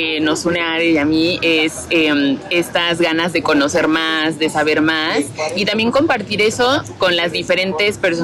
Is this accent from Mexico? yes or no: yes; San Cristóbal de las Casas, Chiapas, Mexico; personas que somos de San Cris